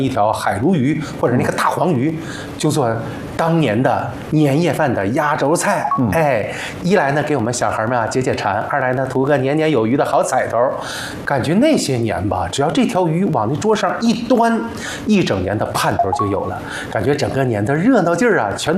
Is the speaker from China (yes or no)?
yes; Northeast China, China; 我老家是没有海，只有松花江啊